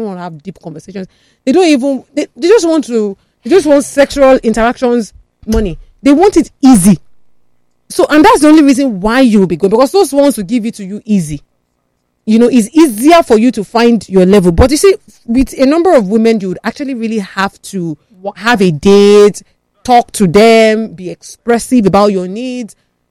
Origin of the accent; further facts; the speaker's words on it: Nigeria; me as a Nigerian woman